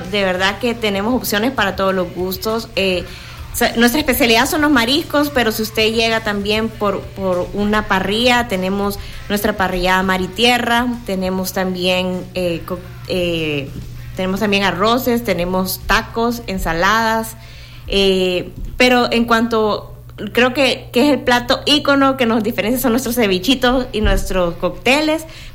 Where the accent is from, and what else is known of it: El Salvador